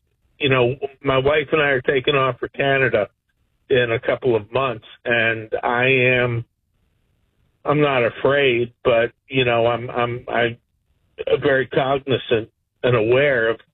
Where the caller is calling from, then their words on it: United States; my level of pride as American, as an American, has dropped precipitously.